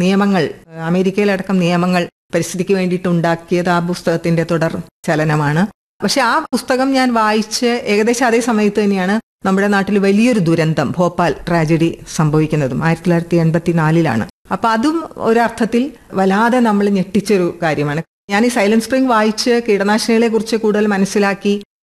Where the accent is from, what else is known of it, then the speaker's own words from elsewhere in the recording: Kodakara, Kerala, India; ഞാൻ ജനിച്ച തൃശ്ശൂർ ജില്ലയിലെ കൊടകര എന്ന് പറയുന്ന ഒരു ഗ്രാമപ്രദേശത്താണ്. അപ്പൊ അങ്ങനെ പ്രകൃതിയിൽ കളിച്ചു വളർന്ന്